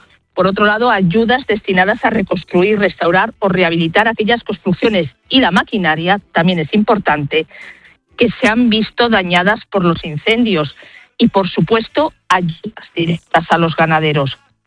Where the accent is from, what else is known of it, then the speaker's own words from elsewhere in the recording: Zamora, Castile and León, Spain; yo soy de Zamora